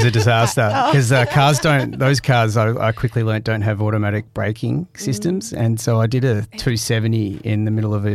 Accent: Australia; born there; I'm actually Irish. I mean, I'm Australian born, but everyone in my family's Irish.

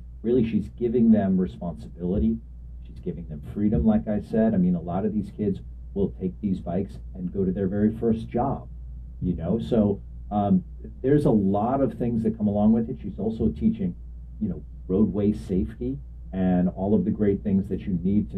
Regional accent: Long Island, New York, United States; now in Florida, United States; I grew up on Long Island, New York, right. And I live in Florida now

